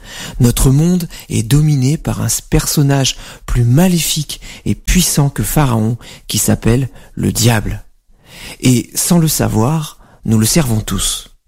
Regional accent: France; En tant que Français

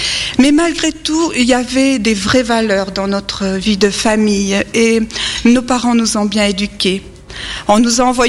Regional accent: France

